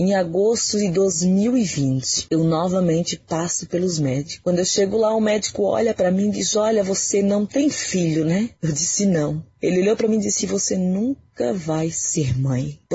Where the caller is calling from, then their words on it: Bombinhas, Santa Catarina, Brazil; sou da cidade de Bombinhas.